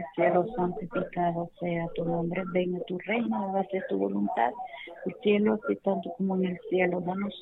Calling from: Juticalpa, Olancho, Honduras; De Juticalpa Olancho.

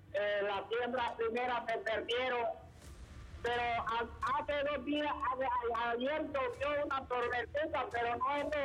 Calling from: El Corpus, Choluteca, Honduras; Entonces nosotros somos del Banquito, Choluteca del Corpus.

